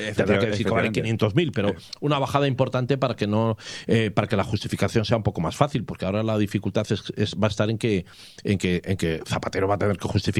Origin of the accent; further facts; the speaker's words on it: Spain; tener vergüenza como españoles y como país